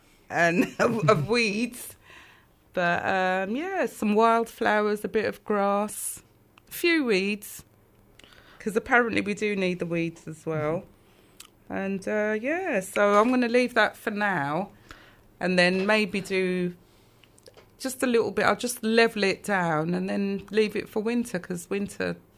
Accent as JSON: {"language": "English", "region": "London", "country": "United Kingdom", "tie": "born or raised there", "said": "where I grew up, it did used to be called Archway. It's now Lower Highgate. So I grew up in Lower Highgate."}